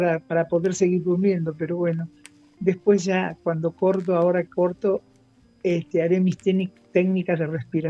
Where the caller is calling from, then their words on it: La Plata, Buenos Aires Province, Argentina; Yo vivo en Tolosa, cerquita de donde vivía Cristina y su mamá, a dos cuadras. Es un barrio muy lindo, Tolosa, histórico.